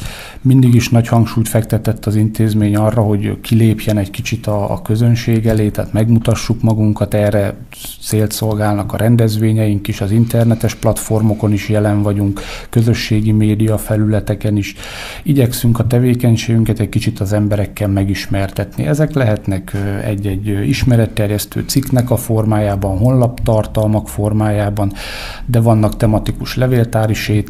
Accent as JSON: {"language": "Hungarian", "region": "Borsod-Abaúj-Zemplén", "country": "Hungary", "said": "Én Bodrog, zugi származású vagyok, és ugye itt a vízügy, illetve a folyóknak a közelsége"}